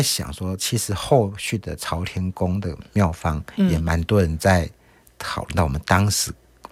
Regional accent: Taiwan; 我们台湾人是不是传承了中国文化

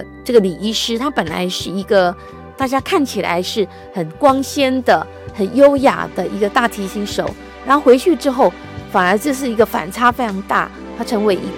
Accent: Yilan County, Taiwan; moved away; 我是宜兰嘛

